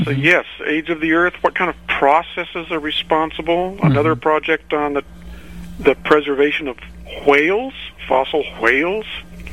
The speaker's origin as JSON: {"language": "English", "region": "California", "country": "United States", "tie": "born or raised there", "said": "So when you ask, where did you grow up? Well, mainly in California somewhere, uh-huh. but not necessarily in any one place."}